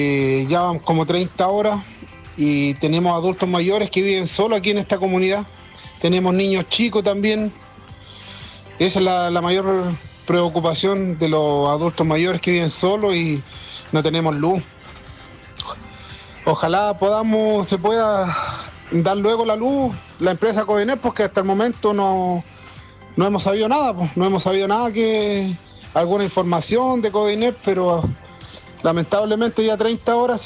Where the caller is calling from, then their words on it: Vilcún, Araucanía, Chile; de Vilcún.